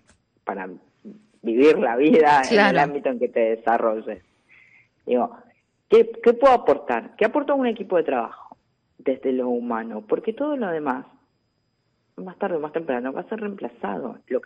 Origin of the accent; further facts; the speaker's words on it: Argentina; Nosotros como argentinos sabemos, los que somos más grandes, tenemos una larga historia de reconversiones en la vida.